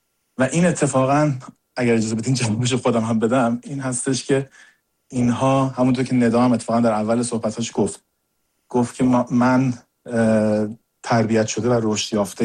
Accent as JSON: {"language": "Persian", "country": "Iran", "tie": "born or raised there", "moved": "yes", "said": "علی رضا و من کسانی هستیم که در ایران به دنیا اومدیم، در اونجا بزرگ شدیم، سختی ها و مرارت ها و مشکلات اونجا رو تجربه کردیم و بعد اومدیم اینجا"}